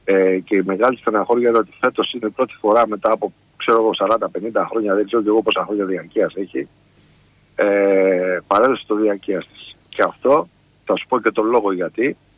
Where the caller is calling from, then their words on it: London, United Kingdom; Γεια σου, Φώτη … από Λονδίνο.